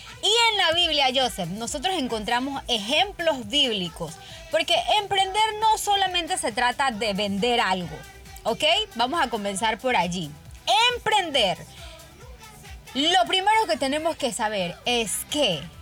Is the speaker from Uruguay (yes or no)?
no; Colón, Panama; born there; moved away; mis papás viven en Colón y tienen muchos árboles frutales y cosas así. Entonces yo me fui para mi pueblo